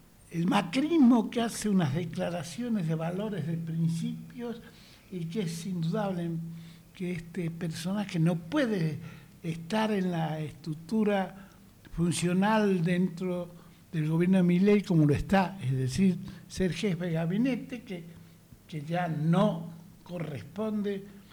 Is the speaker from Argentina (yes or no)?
yes; Argentina; los argentinos somos argentinos.